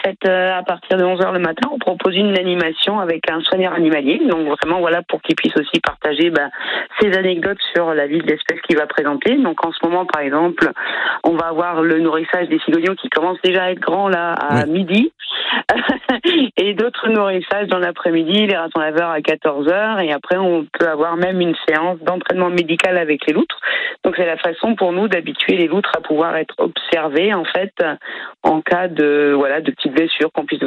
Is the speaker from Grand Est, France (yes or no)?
yes; Grand Est, France; je suis Alsacienne, donc 100% chauvine.